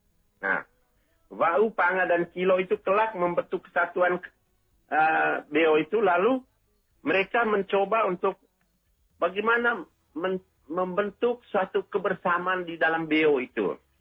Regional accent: East Nusa Tenggara, Indonesia; orang Manggarai itu merasa bahwa kami ini orang Manggarai petani

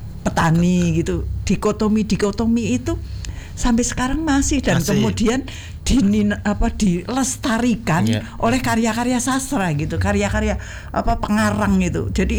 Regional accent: Madiun, East Java, Indonesia; Saya orang Madiun

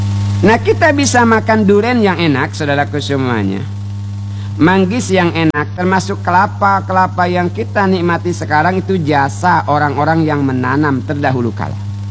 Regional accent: Bangka Belitung Islands, Indonesia; Kita nih warga Bangka luar biasa

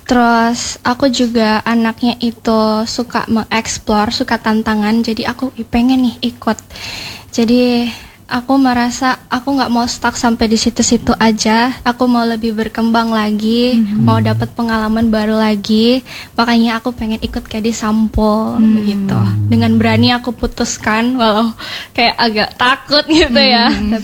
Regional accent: East Nusa Tenggara, Indonesia; yang tumbuh dan besar di Nusa Tenggara Timur, tentunya kita harus memegang budaya yang ada di Timur ini, sebagai orang Timur ini, yaitu sebagai gadis yang berani, jujur, dan berkarakter.

